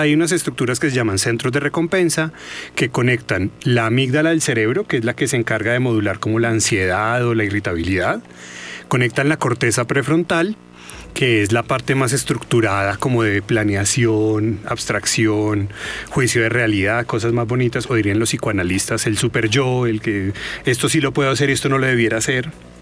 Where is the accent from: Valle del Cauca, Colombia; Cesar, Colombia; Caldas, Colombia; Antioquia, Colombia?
Caldas, Colombia; Manizales; el platico favorito, yo que soy de Manizales, que la bandejita paisa